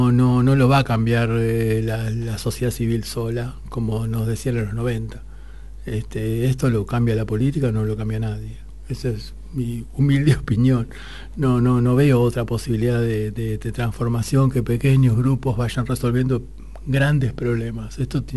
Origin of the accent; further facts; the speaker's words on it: Argentina; somos Argentina